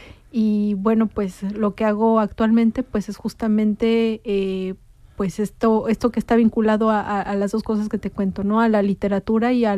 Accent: Puebla, Mexico; moved away as an adult; now in Winterthur, Switzerland; Soy escritora, soy poblana

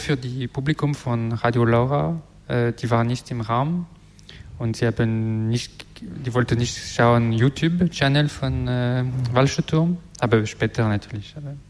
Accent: France; accent: French; German is a second language; Ich hoffe, dass ich mache keinen falsch mit meinem französischen Akzent.

